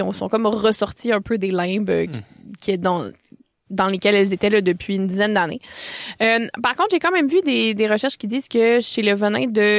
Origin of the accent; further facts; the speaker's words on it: Quebec, Canada; chez nous, au Québec